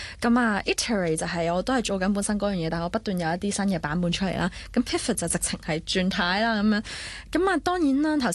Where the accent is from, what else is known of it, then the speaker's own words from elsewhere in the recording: China; 咁所以慢慢我覺得我越嚟越回歸我哋中國人嘅傳統嘅呢啲哲學觀念啦